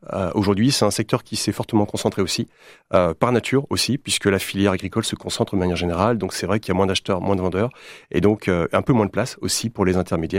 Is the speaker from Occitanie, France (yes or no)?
no; Brittany, France; moved away; Je suis effectivement originaire de Bretagne, fils d'agriculteur. Donc j'ai baigné dans l'agriculture bretonne.